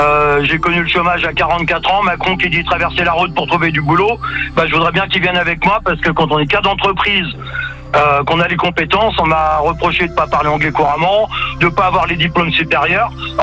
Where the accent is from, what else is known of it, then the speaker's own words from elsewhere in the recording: Le Blanc-Mesnil, Île-de-France, France; Je suis du Blanc-Ménil dans le 93.